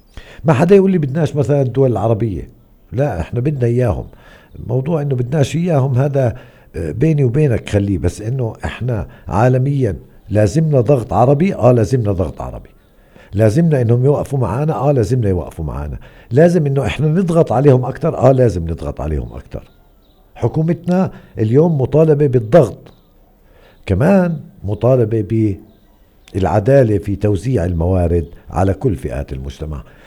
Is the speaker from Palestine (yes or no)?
yes; Palestine; احنا كفلسطينيين